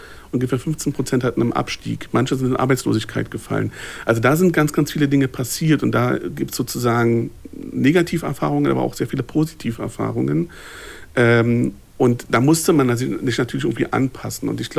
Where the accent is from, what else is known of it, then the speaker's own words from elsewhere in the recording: Berlin, Germany; born there; Ich als gebürtiger Berliner gucke auf Oktoberfest und wundere mich auch die ganze Zeit